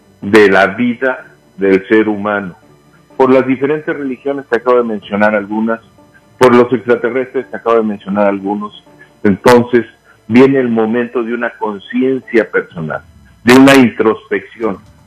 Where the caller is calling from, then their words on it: Denver, Colorado, United States; Estoy aquí en Denver.